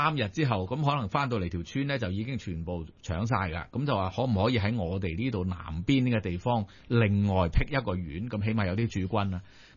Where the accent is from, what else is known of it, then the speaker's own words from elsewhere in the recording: Guangzhou, Guangdong, China; moved away; 因為我記得我細個嗰陣時喺廣州嘅生活啊。